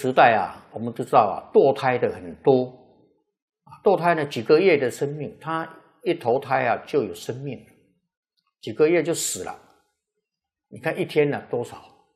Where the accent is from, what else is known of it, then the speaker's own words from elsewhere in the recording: Taiwan; 你看那个澳洲呢，跟我们台湾人口差不多啊